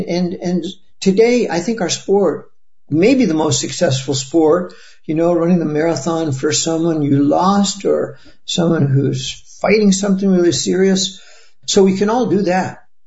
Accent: Newington, Connecticut, United States; now in Boston, United States

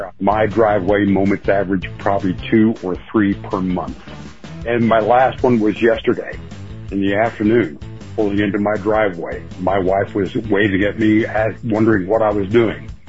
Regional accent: DeLand, Florida, United States; I'm from DeLand, Florida.

